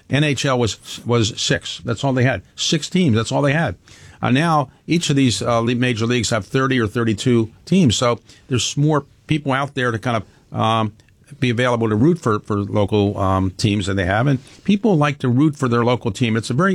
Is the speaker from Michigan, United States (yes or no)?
no; Baltimore, Maryland, United States; Yes, I grew up in Baltimore.